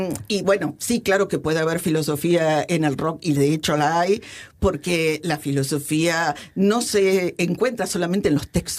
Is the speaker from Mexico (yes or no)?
no; Argentina; also born or lived in Spain